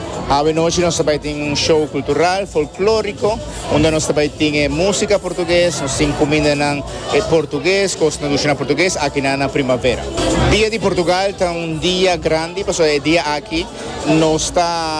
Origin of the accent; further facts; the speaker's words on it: Aruba; Nós, como luso arubano e um descendente português, nasci aqui na Aruba, está crescendo e nós sempre mantém vivo o qual de cultura portuguesa.